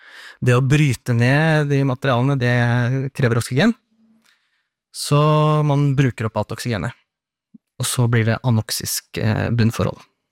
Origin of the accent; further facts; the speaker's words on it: Nordland, Norway; Og jeg er jo nå fra Beisfjord